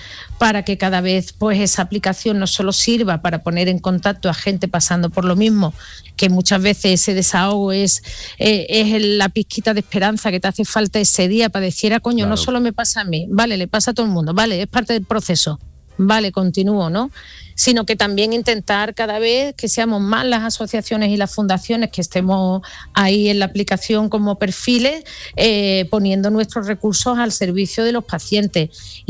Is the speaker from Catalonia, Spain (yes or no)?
no; Andalusia, Spain; moved away; Voy a mi tierra un poquito.